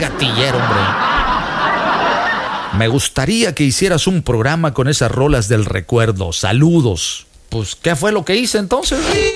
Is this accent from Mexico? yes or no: yes; Veracruz, Mexico; yo soy de oro, y yo soy jarocho